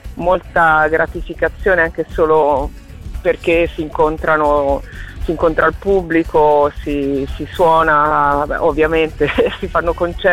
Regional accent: Lombardy, Italy; born there; quando mi sono trasferita dalla città dove abitavo e dove sono nata, vicino a Milano, quando mi sono trasferita in montagna, sempre rimanendo in Lombardia, quindi in un luogo molto antropizzato

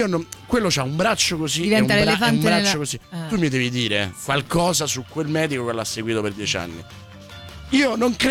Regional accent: Slovenia; lo odio perché sono sloveno

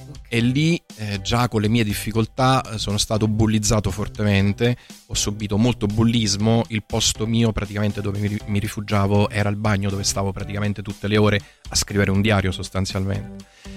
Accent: Avellino, Campania, Italy; io sono originario di Avellino

